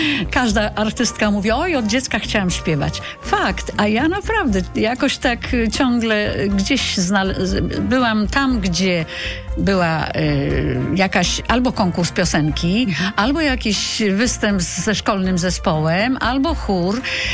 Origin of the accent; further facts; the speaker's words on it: Człuchów, Pomeranian Voivodeship, Poland; Zresztą w ogóle wychowałam się w małym miasteczku na Pomorzu, w Człuchowie